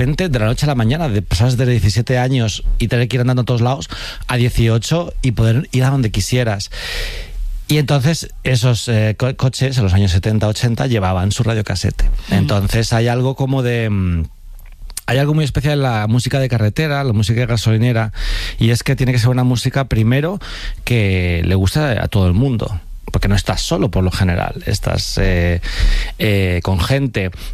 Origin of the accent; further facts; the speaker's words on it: Alcorcón, Community of Madrid, Spain; cuando decían, ¿tú de dónde eres? Yo decía, Alcorcón